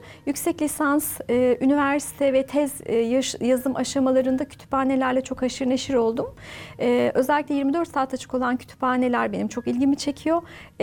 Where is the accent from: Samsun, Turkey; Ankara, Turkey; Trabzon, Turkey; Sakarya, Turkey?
Sakarya, Turkey; moved away as an adult; Ben Sakarya'da şehre yakın bir köyde yetiştim. 19 yaşına kadar orada yaşadım.